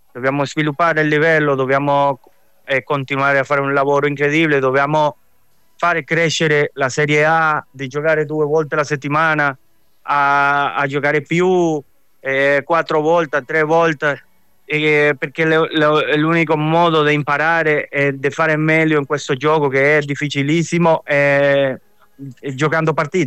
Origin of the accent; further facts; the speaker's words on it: Venezuela; Italian is a second language; Io sono nato in Venezuela e sono innamorato sempre della cultura italiana. Mio padre viene da Bari, è nato in Bari, sempre ho cresciuto con questa con la mia famiglia italiana in Venezuela.